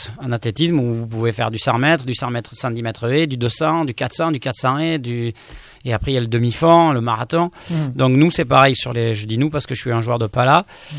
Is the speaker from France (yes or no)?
yes; Saint-Martin-de-Seignanx, Nouvelle-Aquitaine, France; Moi, je suis de Saint-Martin-de-Seignance.